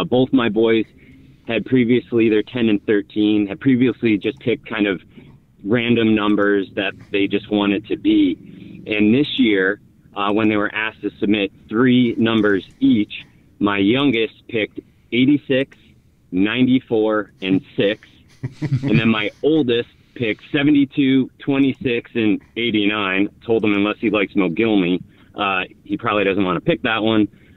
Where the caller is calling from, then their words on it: Cincinnati, Ohio, United States; So I live in Cincinnati